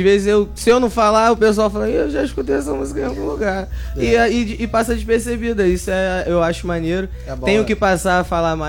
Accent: Cabo Frio, Rio de Janeiro, Brazil; nascido e criado, na verdade, Cabo Frio mesmo

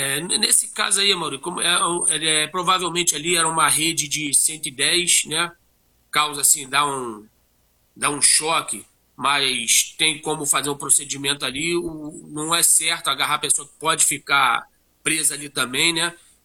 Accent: Rio de Janeiro, Brazil; como bom brasileiro, carioca

